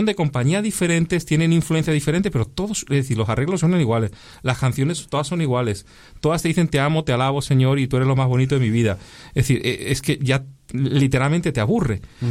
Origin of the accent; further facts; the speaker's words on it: Spain; una carga especial por España, por tu país